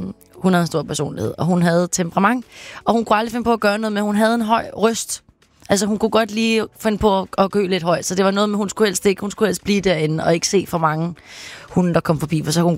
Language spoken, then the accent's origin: Danish; Nærum, Capital Region of Denmark, Denmark; also born or lived in Copenhagen; Vi flyttede lidt til Nordsjælland i det meste af min barndom faktisk, men jeg blev født i København